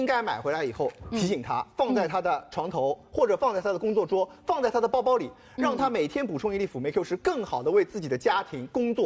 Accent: Shanghai, China; 我们上海人讲累，讲哪能干复杂，叫吃力。

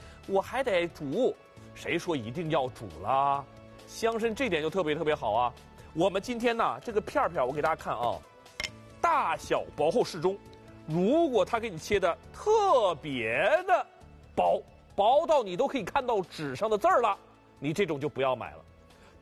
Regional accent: China; 我们中国人

